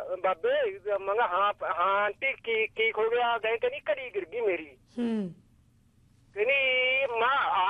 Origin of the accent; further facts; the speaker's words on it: Bhalmajra, Punjab, India; ਮੇਰਾ ਪਿੰਡ ਭਲਮਾਜਰ ਆ ਜੀ, ਜ਼ਿਲ੍ਹਾ ਫਤਿਹਗੜ੍ਹ ਸਾਹਿਬ।